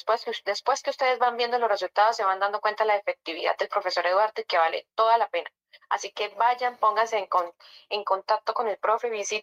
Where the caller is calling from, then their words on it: Bogotá, Colombia; Bogotá, Ciudad de la Colsubsidio.